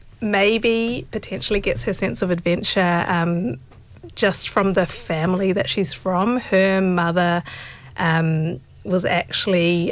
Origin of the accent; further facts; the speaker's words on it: New Zealand; Yeah, and I've got two siblings, so we're all born in New Zealand. And all grew up there basically.